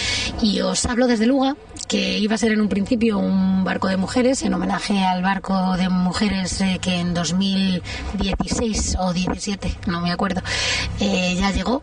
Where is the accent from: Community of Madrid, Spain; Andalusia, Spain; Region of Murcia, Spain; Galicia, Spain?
Community of Madrid, Spain; Madrid; now in Mallorca, Spain; soy madrileña, ahora mismo viviendo en Mallorca